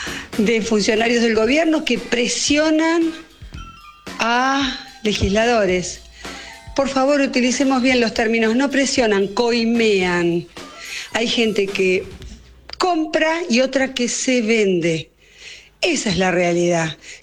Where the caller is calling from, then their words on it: La Plata, Buenos Aires Province, Argentina; de La Plata.